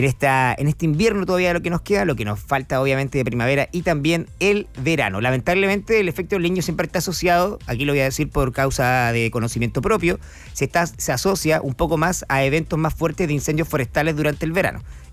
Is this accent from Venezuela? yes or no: no; Chile; el norte de nuestro país.